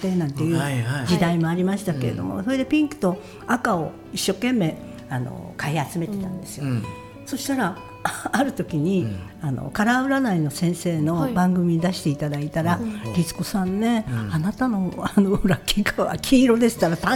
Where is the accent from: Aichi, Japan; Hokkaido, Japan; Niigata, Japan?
Hokkaido, Japan; Sapporo; でお母ちゃんと私が札幌で生まれ育ったんですけれども